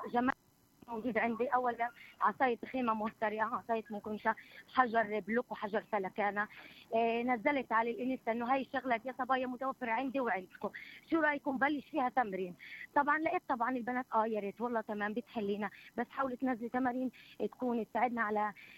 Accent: Gaza, Gaza Strip, Palestine; كان آخر فترة عندنا بغزة

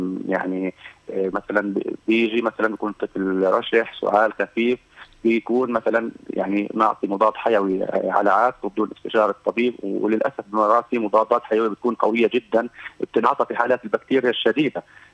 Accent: Palestine; إحنا الحمد لله عندنا في فلسطين

